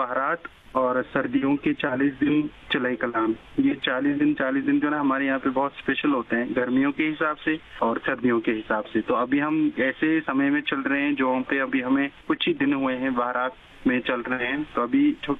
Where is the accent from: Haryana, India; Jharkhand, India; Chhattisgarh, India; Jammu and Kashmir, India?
Jammu and Kashmir, India; तो हम कश्मीरी लोग भी जैसे आपके वहाँ पे आते हैं घूमने, हम भी यहाँ पे घूमने निकलते हैं बच्चों के साथ।